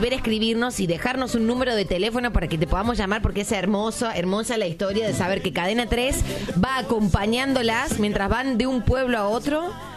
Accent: Santa Fe, Argentina; me da fastidio, y eso que soy de Santa Fe

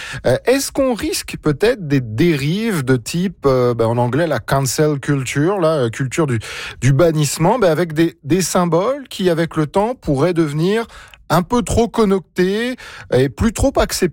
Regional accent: France; Bon, alors moi, en tant que Français, hein, vous le savez, nous, on a le drapeau tricolore

